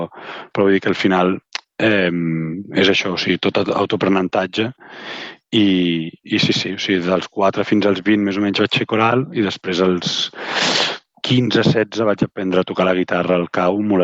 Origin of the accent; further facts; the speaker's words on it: Gràcia, Catalonia, Spain; que soc un cantautor de la Vila de Gràcia